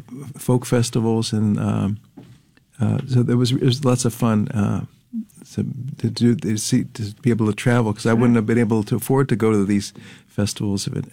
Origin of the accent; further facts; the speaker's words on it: New Jersey, United States; also born or lived in Pennsylvania; I grew up in New Jersey, and I moved to Pennsylvania to go to school and stuck around because of Godfrey Daniels Coffee House. But I lived in Bethlehem and Easton, Pennsylvania.